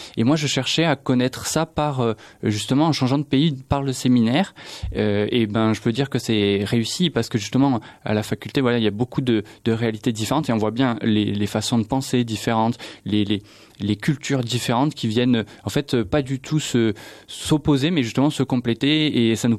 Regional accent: Tarbes, Occitanie, France; also born or lived in Lourdes / Toulouse; je suis né à Lourdes et j'ai grandi à Tarbes et j'ai fait toute ma scolarité à Tarbes. Après, je suis un petit peu parti à Toulouse pour les études, mais je suis revenu travailler à Tarbes dès que j'avais fini les études.

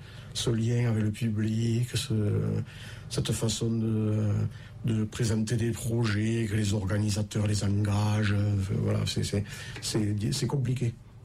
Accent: Toulouse, Occitanie, France; moved away as an adult; now in Cardaillac, France; Alors, natif de Toulouse.

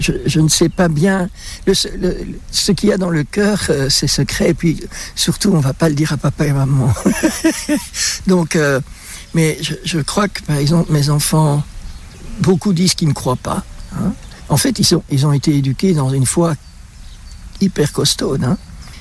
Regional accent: Belgium; On est resté en Belgique, puisque je suis belge.

